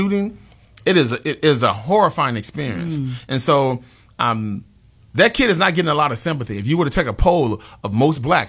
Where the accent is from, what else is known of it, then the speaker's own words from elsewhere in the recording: Chicago, Illinois, United States; It's no secret that, you know, I grew up in Cabrini Green.